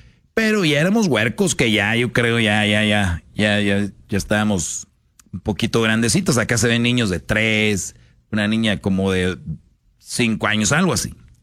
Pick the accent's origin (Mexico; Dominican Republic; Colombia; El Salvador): Mexico; Monterrey, Nuevo León; yo de niño en Monterrey sí jugábamos con eso